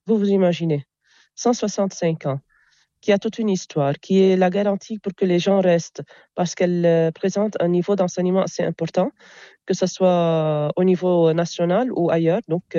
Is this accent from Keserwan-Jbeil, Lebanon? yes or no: yes; Jounieh, Keserwan-Jbeil, Lebanon; French is a second language; Et puisque je suis de Jounieh, vous voyez, l'élève ou bien l'enfant dépend de son environnement. À Jounieh, il y a la plage, il y a la mer.